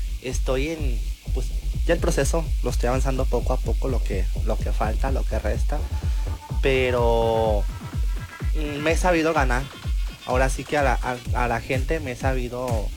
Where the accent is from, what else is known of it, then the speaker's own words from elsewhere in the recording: Tomatlán, Jalisco, Mexico; also born or lived in Tepic, Nayarit; now in Bahía de Banderas, Mexico; Yo toda mi vida la viví en un pueblo. Yo soy del municipio, o sea, nací en Tepic, pero yo a los 6 años partí al municipio de Tomatlán y me crié en un pequeño pueblo.